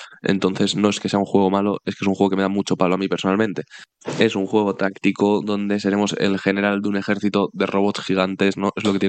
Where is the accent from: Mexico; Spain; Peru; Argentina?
Spain; somos españoles, habrá que decirlo en nuestro idioma y no en inglés.